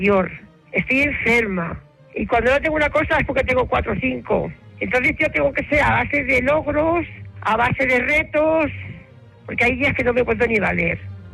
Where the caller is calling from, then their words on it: Móstoles, Community of Madrid, Spain; os llamo desde Móstoles.